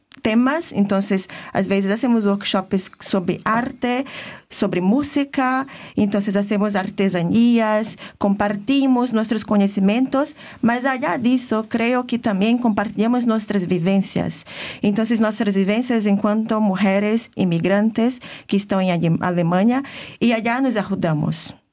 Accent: Pará, Brazil; Yo vengo de la Amazonía. Yo vengo de estado que se llama Pará, entonces vengo de una región que es bañada por el río Tapajós, que es un río muy grande, uno de los brazos del río Amazonas.

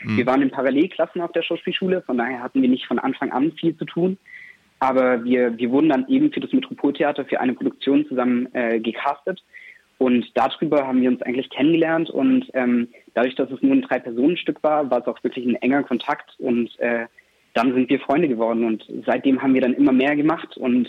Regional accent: Reutlingen, Baden-Württemberg, Germany; accent: Swabian; Ich komme aus Reutlingen, ganz genau. Ah. Also da die Gegend, genau. Und von daher, ich kann Schwäbisch, aber es ist sehr eingerostet. Also ich lebe ja auch lange nicht mehr zu Hause.

